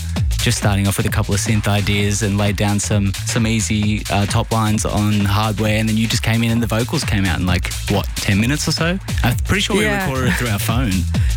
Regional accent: Australia; moved away; growing up in Australia, the club music scene there kind of took a while to evolve.

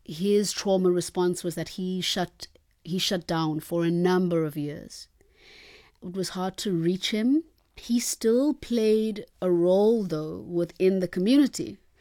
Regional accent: Eastern Cape, South Africa; I have really fond memories of community life growing up in the Eastern Cape. There are a lot of rural areas and then there are urban areas. And I grew up in a more urban area and an urban township.

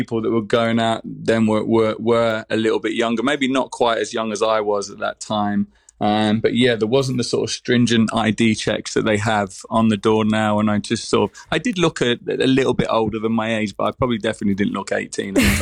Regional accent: Leicester, East Midlands, United Kingdom; I grew up in Leicester, so it was just down the road from where we lived in Castle Donington.

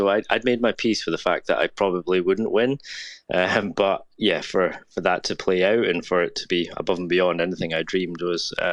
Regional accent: Scotland, United Kingdom; as a Scot racing in Scotland in front of a Scottish crowd

